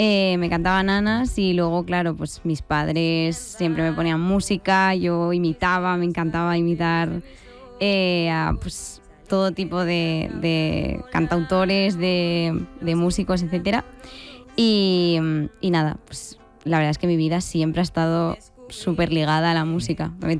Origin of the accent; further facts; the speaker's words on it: Asturias, Spain; Pues yo vengo de Asturias y la verdad es que desde la cuna.